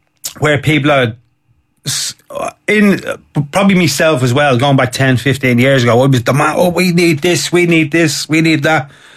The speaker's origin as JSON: {"language": "English", "town": "Dublin", "region": "Leinster", "country": "Ireland", "tie": "born or raised there", "said": "I wasn't born and bred in Darndale, but I was a 1-year-old when I moved in, and all through my lifetime and to today"}